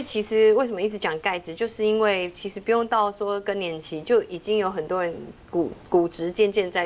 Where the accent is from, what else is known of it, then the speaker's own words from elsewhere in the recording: Taiwan; 我们台湾人